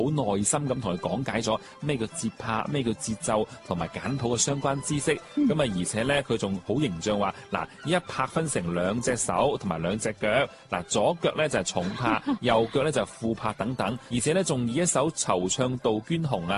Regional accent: China; 尤其是我哋中国人咧，特别中意饮茶噶嘛。我哋中国嘅茶文化真系历史悠久啊

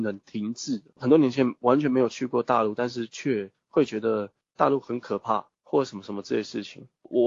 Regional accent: Taiwan; 因为我是客家人，我知道我是在台湾新竹这个地方，苗栗这个地方

